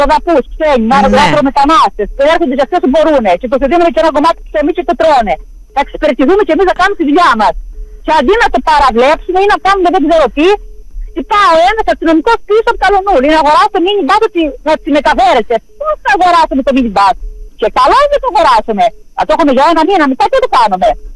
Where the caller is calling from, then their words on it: Crete, Greece; Εγώ είμαστε τώρα από την Κυθαρίδα.